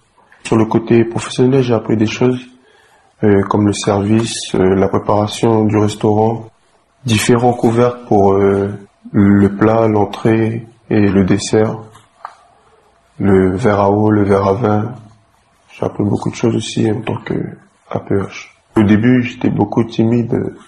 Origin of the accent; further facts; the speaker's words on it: Nouméa, South Province, New Caledonia; j'ai 21 ans et je suis de la Calédonie, en Magenta.